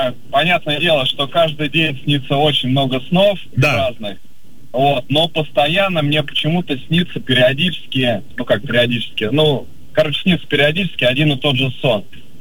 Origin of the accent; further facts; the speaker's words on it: Voronezh, Voronezh Oblast, Russia; я из Воронежа.